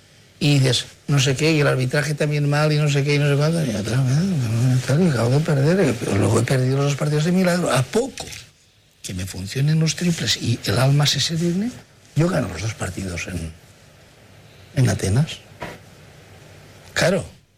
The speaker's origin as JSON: {"language": "Spanish", "town": "Onda", "region": "Valencian Community", "country": "Spain", "tie": "born or raised there", "said": "Yo que soy de pueblo de Onda, allí de la montaña, allí tenemos una roca que se llama el Cap del Nano."}